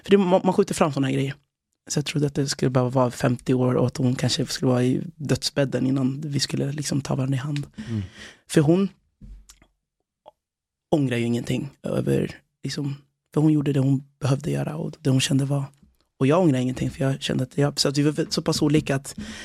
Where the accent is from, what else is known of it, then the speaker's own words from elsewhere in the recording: Nora, Örebro County, Sweden; also born or lived in Västerås; det var i Nora utanför Örebro. Det var där jag växte upp som längst då, i Sverige. De åren och de åren i Västerås där jag bodde också.